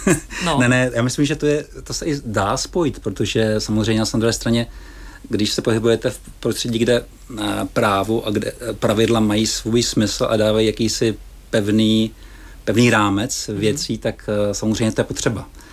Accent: Moravská Třebová, Pardubice Region, Czechia; also born or lived in Svitavy / Ostrava; Rodné není, já jsem se narodil ve Svitavech v Rodnici a pak jsem žil v Moravské Třebové. Takže jsem vlastně spíš jakoby srdcem Moravsko-Třebovák, ale i Ostravák, kam jsem se stěhoval za tátou.

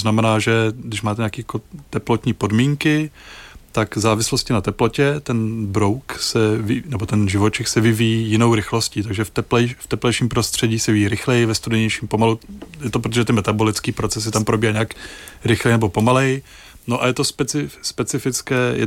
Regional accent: Bohemia, Czechia; A u nás v Čechách vlastně tohoto můžeme taky vidět

